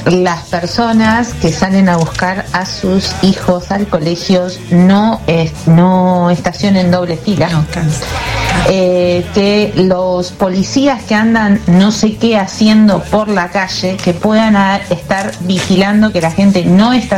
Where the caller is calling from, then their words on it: Buenos Aires, Argentina; soy del barrio de San Cristóbal